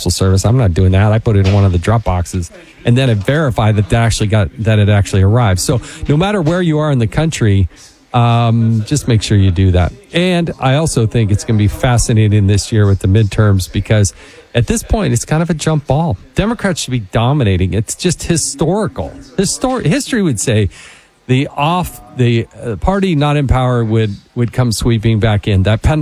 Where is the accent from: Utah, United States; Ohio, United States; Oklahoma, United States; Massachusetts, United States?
Utah, United States; born or raised there